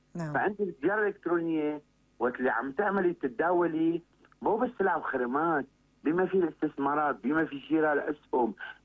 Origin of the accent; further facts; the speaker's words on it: Syria; عندنا احنا بسوريا